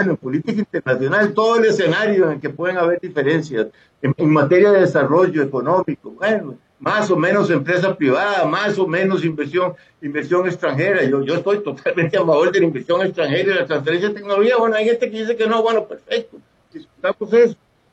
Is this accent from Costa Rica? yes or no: yes; Costa Rica; also born or lived in Venezuela